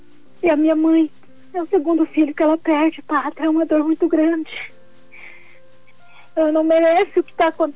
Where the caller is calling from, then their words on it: Pinhais, Paraná, Brazil; Eu falo de Pinhais